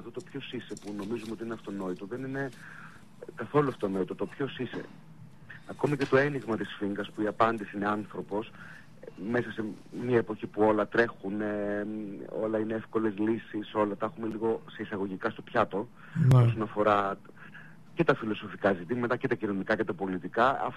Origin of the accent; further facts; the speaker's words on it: Thespies, Central Greece, Greece; Είμαι από τις Θεσπίες στη Βόνο, οπότε ήταν για μένα μια πάρα πολύ μεγάλη χαρά να κάνω κάτι για το οποίο να αφορά τον τόπο μου.